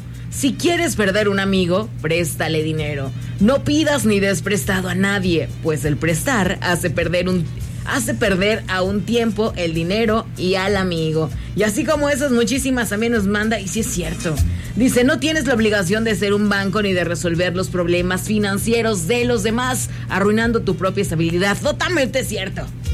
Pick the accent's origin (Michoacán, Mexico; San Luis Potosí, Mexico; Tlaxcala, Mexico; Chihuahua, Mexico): San Luis Potosí, Mexico; soy potosina